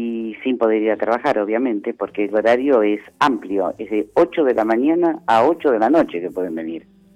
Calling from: Buenos Aires, Argentina; de Liniers.

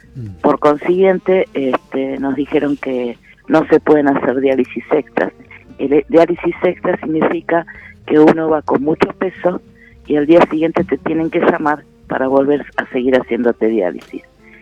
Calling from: Pablo Podestá, Buenos Aires Province, Argentina; de Pablo Podestá.

